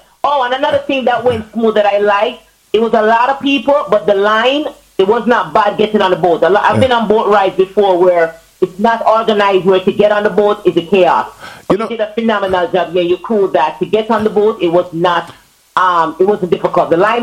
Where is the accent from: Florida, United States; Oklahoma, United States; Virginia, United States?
Florida, United States; from Florida.